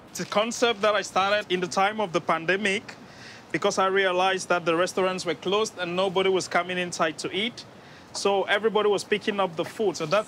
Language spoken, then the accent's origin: English; Cyprus; moved away as an adult; now in Berlin, Germany; Yeah, I'm from Cyprus. I came from Cyprus to Berlin. But as a result of the economic crisis, I had no work.